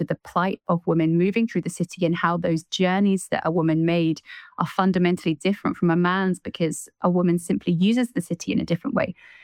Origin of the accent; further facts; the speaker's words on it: Glenrothes, Scotland, United Kingdom; Glenrothes, my hometown